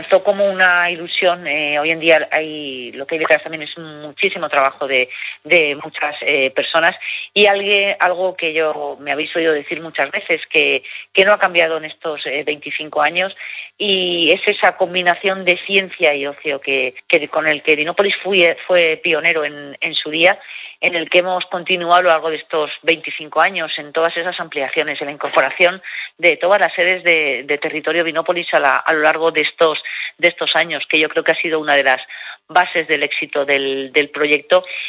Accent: Teruel, Aragon, Spain

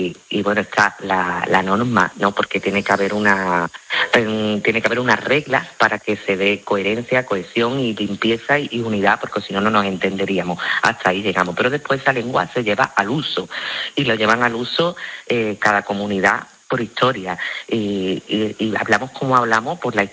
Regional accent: Andalusia, Spain; accent: Andalusian; los andaluces, siempre nos hemos visto en situaciones en las que hemos estado presentes y han humillado nuestra forma de hablar.

